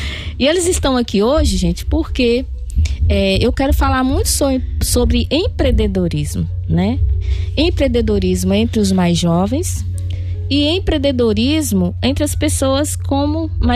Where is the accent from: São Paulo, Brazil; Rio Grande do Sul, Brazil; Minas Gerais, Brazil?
Minas Gerais, Brazil; Jequitinhonha; Quando você chega e fala, eu sou de Jequitinhonha.